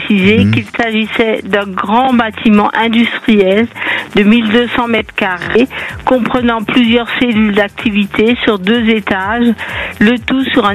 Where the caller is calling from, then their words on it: Auvergne-Rhône-Alpes, France; Je vous appelle de Haute-Savoie.